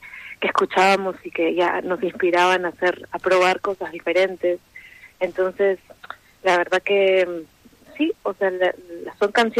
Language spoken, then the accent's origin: Spanish; Peru; moved away as an adult; now in Spain; Sí, bueno, mi esposo y yo somos un dúo, somos peruanos. Vivimos acá en España hace 3 años.